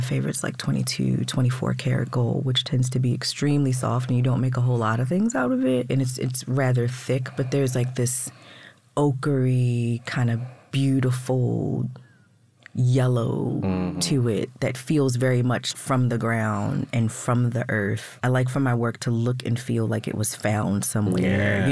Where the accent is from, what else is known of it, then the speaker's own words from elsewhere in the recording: Baltimore, Maryland, United States; Here. Okay, Baltimore and Northern Maryland.